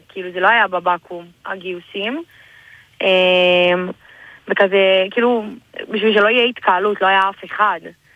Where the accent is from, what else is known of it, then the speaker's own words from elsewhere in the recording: Yavne, Central District, Israel; בת 24 עוד מעט, מיבני.